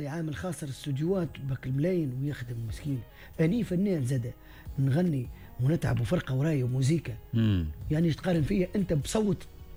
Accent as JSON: {"language": "Arabic", "country": "Tunisia", "accent": "south-eastern Tunisian", "moved": "yes", "said": "وحنا اصلا في الجنوب الشرقي لهجتنا قريبه ياسر للعربيه الفصحى ما والناس كل تفهمها حتى في تونس يفهمونا القوبسية خاصة نحن نحكي على الجنوب الشرقي قابس مدنين"}